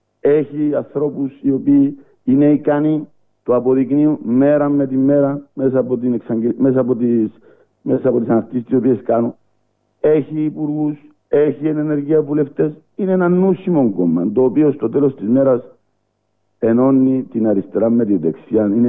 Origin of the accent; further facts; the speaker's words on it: Paphos, Paphos District, Cyprus; έχω ιδιαίτερη ευαισθησία για την πόλη μου σε κοινωνικά αλλά και σε ευρύτερα θέματα τα οποία ταλανίζουν τον τόπο μας, την Πάφο μας και την κοινωνία μας.